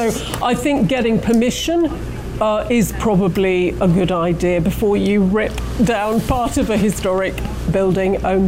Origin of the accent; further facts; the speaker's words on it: United Kingdom; Well, the White House is iconic when Brits think of America or we visit Washington.